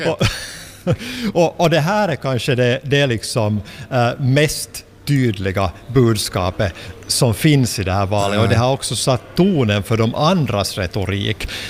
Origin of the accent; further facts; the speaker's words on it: Finland; now in Sweden; jag är finsk medborgare